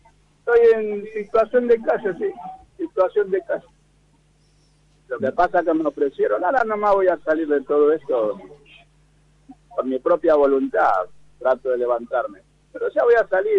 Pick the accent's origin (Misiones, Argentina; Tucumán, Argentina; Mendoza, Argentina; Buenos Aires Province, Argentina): Misiones, Argentina; Posadas; now in Buenos Aires, Argentina; No, vine porque quería conocer, digamos, Buenos Aires. Vine de Posada, me vine con una empresa